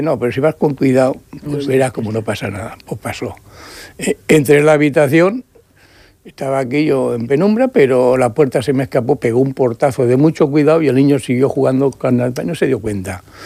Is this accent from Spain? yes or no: yes; Valencia, Valencian Community, Spain; born there; Yo tengo infraestructura en Valencia, porque soy de Valencia. Bueno, nacido allí, pero